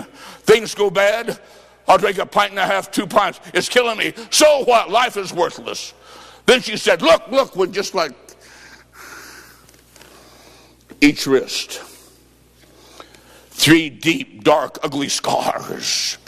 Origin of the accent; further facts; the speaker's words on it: Illinois, United States; Mine, I'm from Illinois. Back there is 20 below.